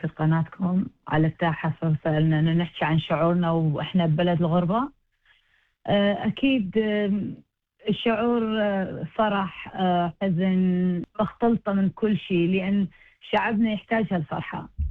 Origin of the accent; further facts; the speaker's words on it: Iraq; now in Australia; انا عراقية استرالية، بنفس الوقت قلبي ويا استراليا